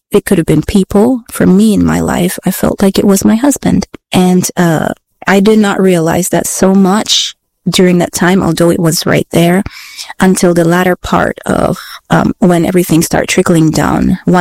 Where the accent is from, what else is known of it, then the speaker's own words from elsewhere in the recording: Belize; moved away as an adult; now in United States; Belize is my home country. That's where my family is, my friends, everybody's at.